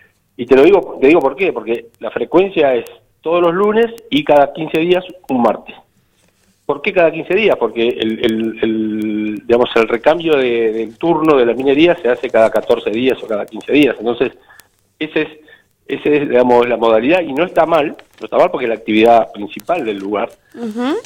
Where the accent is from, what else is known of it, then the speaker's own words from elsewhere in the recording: Puerto Deseado, Santa Cruz, Argentina; los tres somos nacidos en Puerto Deseado.